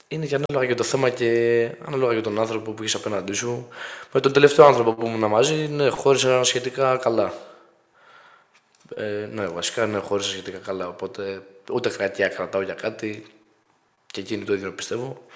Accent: Athens, Attica, Greece; also born or lived in Kalamata; Εγώ είμαι από την Αθήνα, ωραία. Τότε ήμουν στην Καλαμάτα.

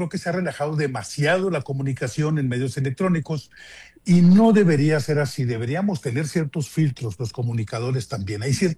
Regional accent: Navojoa, Sonora, Mexico; Yo como soy de Navojoa

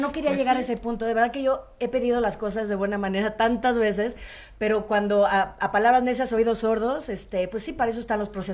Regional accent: Mexico; como buena mexicana, me encanta nuestra música

